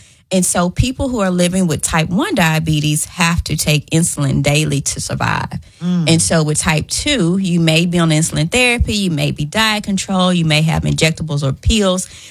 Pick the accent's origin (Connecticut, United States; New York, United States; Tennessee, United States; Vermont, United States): Tennessee, United States; Memphis; born there; I was born in Memphis. Went to Evans Elementary, Ridgeway, and then my parents moved to West Memphis. Mm-hmm. And so I ended up graduating from West Memphis High School, but I'm back in Memphis.